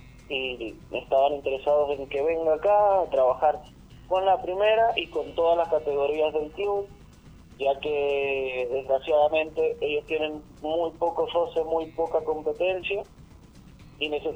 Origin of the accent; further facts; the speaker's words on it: San Juan, Argentina; moved away; Yo soy de San Juan